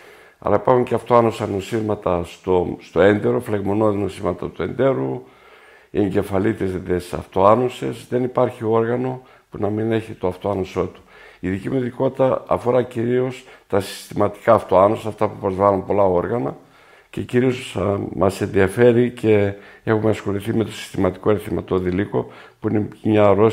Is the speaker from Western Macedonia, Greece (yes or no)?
no; Metsovo, Epirus, Greece; Δεν είπα το πιο σημαντικό, ότι η καταγωγή μου είναι από το Μέτσοβο, είμαι βλάχος.